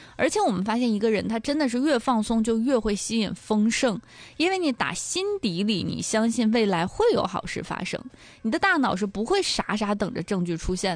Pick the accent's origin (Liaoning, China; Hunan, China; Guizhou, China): Liaoning, China; Dalian; 咱们大连话